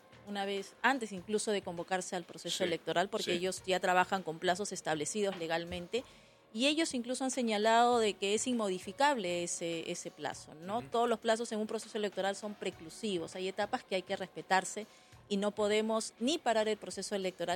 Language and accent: Spanish; Peru; Ya conocemos cómo somos los peruanos, que al último minuto siempre...